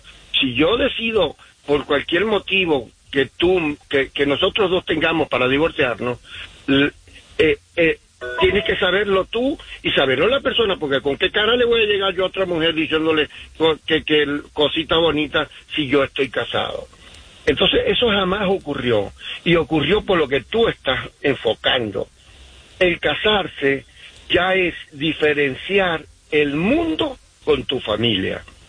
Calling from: Utah, United States; Los llamo desde Utah.

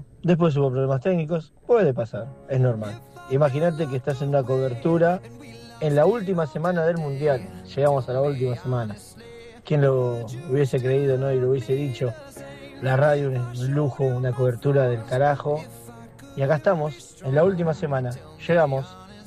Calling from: San Justo, Buenos Aires Province, Argentina; de San Justo.

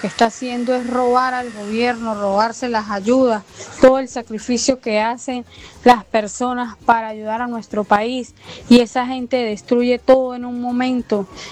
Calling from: Venezuela; los gobernantes de acá en Venezuela

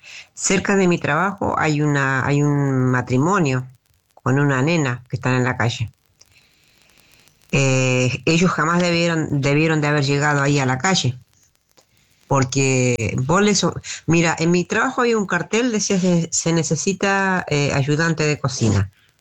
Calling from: Garín, Buenos Aires Province, Argentina; de Garín.

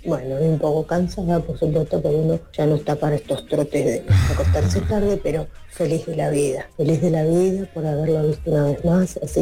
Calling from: Lanús, Buenos Aires Province, Argentina; de Lanús.

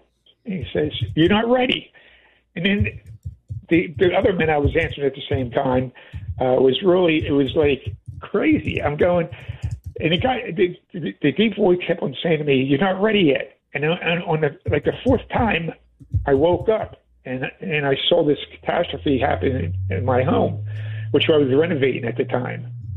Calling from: Atlantic City, New Jersey, United States; I was renovating my home in Atlantic City here

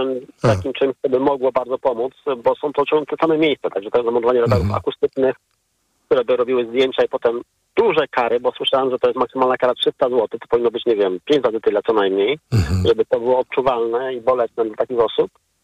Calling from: Warsaw, Masovian Voivodeship, Poland; mieszkam koło ulicy Puławskiej

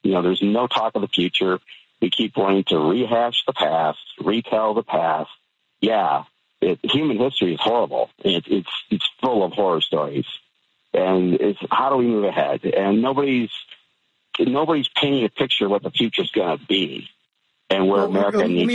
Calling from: Albuquerque, New Mexico, United States; also born or lived in Chicagoland; I'm in Albuquerque. I used to live in Chicagoland, but now I'm not here.

